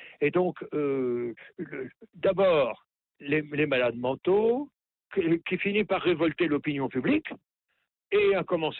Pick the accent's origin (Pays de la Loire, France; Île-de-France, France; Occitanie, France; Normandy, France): Normandy, France; C'est pas parce que je suis normand que je vous dis oui et non